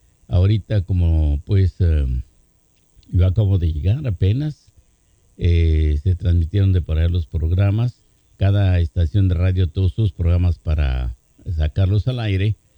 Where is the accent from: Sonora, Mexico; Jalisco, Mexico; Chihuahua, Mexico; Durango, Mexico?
Durango, Mexico; moved away; estoy tratando de hacer una cabina de radio en Durango, ¿verdad? Para cuando yo viaje por allá a mi tierra